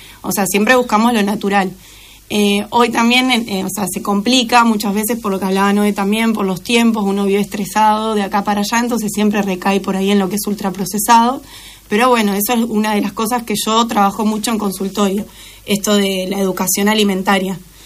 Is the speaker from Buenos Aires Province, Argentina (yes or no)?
yes; Lobos, Buenos Aires Province, Argentina; born there; moved away as an adult; now in Bolívar, Argentina; No, soy nacida en Lobos, pero uh-huh, bueno, me fui a estudiar a Capital y me quedé viviendo allá.